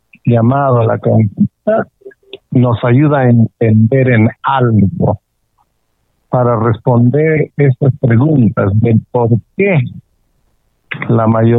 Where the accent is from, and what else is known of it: Arequipa, Peru